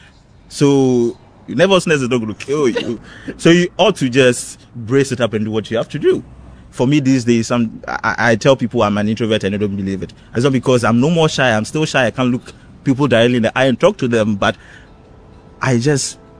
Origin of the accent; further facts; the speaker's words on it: Volta, Ghana; now in Accra, Ghana; I'm from the Volta region of Ghana, and I've been in Accra since 2015.